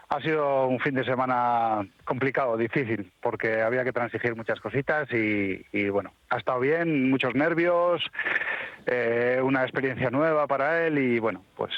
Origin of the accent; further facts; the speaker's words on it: Basque Country, Spain; En el País Vasco seguimos sin tener absolutamente nada de karting